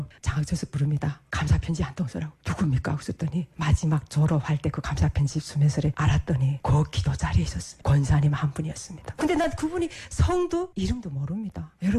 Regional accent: North Korea; 아 그래서 내가 나는 북한에서 왔다고 이랬어요.

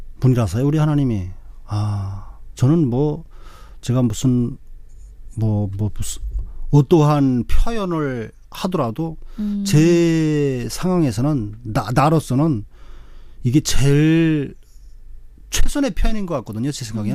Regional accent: Haeju, South Hwanghae, North Korea; moved away as an adult; now in South Korea; 저의 고향은 황해남도 해주시고요. 탈북하여 한국에 온 지 3년차 되는

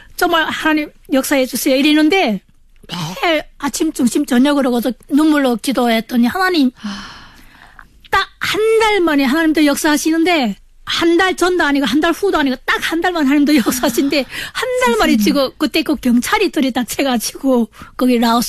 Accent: North Hamgyong, North Korea; also born or lived in China; now in South Korea; 남한 정착한 지 2개월 된 함경북도에서 온

